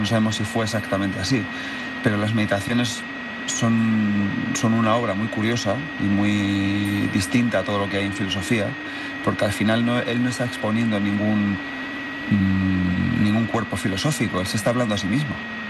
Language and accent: Spanish; Manzanares, Castilla-La Mancha, Spain; Yo siempre digo que es como cuando yo era pequeño y estaba en mi pueblo, ¿no? Yo soy un pueblo de Ciudad Real muy chiquitín, de Manzanares.